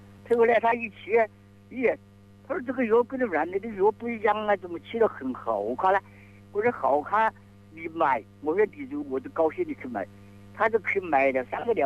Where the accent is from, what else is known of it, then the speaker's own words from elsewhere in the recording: Jinshan, Shanghai, China; 我是金山罗定白鹤岭村。